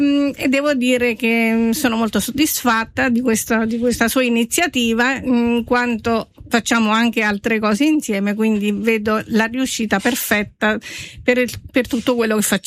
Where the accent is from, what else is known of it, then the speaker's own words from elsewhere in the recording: Corato, Apulia, Italy; now in Formia, Italy; sono di Corato, provincia di Bari, però vivo a Formia da tanti anni.